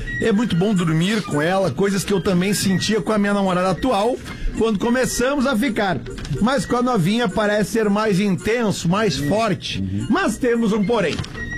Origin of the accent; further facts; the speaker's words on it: Santa Maria, Rio Grande do Sul, Brazil; now in Florianópolis, Brazil; Gurizada, eu sou de Santa, moro em Floripa.